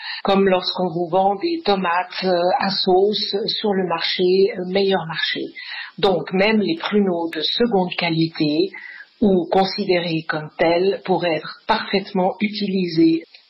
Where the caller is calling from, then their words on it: Geneva, Switzerland; j'appelle de Genève.